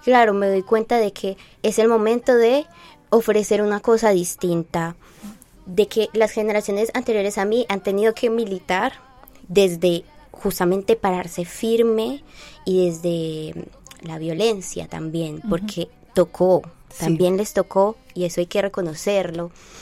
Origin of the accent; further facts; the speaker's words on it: Medellín, Antioquia, Colombia; born there; Yo nací en Moravia, mi familia creció allí, se enraizó allí, todavía hay muchos familiares que viven en este lugar